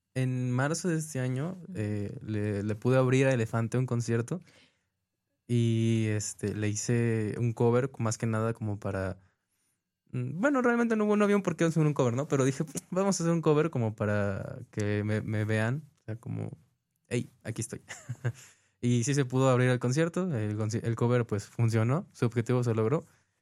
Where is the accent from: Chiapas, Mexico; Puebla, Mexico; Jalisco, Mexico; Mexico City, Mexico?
Puebla, Mexico; San Pablito; Es un pedazo de mi pueblo. Allá, shout out a San Pablito. Es un pedacito de mi pueblo que está ahí donde no hay nada. Es literal puro monte.